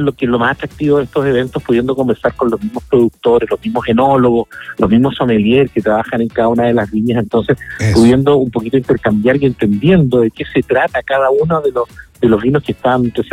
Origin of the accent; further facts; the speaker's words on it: Chile; tú sabes que como chilenos y además viviendo en los tiempos que llevamos, es tan fácil tener el número final a tiempo.